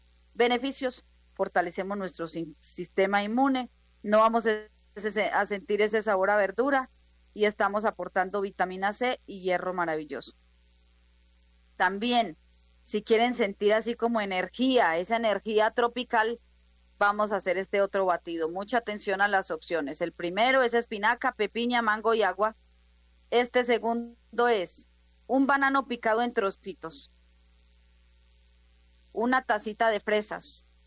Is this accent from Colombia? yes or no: yes; Argelia, Valle del Cauca, Colombia; moved away; que suba a ejercer mi voto, voy a llevar los productos naturales que necesiten en Argelia Valle. Un saludito muy especial a la gente de mi pueblo.